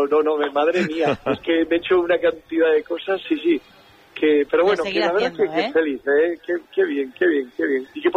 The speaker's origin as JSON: {"language": "Spanish", "region": "Cantabria", "country": "Spain", "said": "Es que yo soy muy pesado con mi tierra, pero muy, muy pesado, ¿verdad? Yo entonces disfruto y lo celebro constantemente. Cualquier cosa que esté relacionada con Cantabria, ahí estoy, vamos, y encantado."}